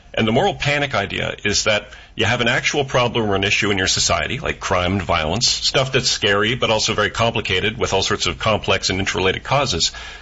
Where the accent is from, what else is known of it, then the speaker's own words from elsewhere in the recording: Orangeville, Ontario, Canada; I think it's so important to me is because this happened everywhere, including in my hometown of Orangeville, Ontario.